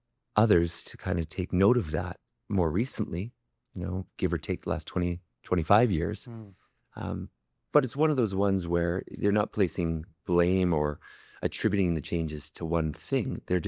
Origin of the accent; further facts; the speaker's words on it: British Columbia, Canada; I grew up in Northern BC, just north of Prince George.